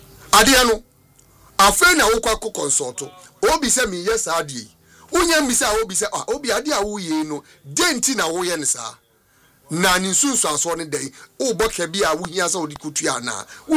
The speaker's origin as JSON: {"language": "English", "country": "Ghana", "said": "I must be concerned as a Ghanaian."}